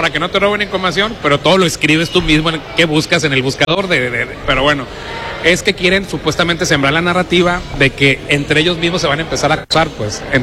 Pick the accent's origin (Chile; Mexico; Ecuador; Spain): Mexico